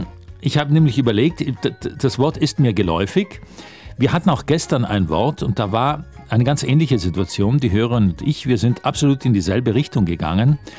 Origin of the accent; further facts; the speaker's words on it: Trentino-Alto Adige, Italy; die Agen ist bei uns da in Burggrafenland geläufig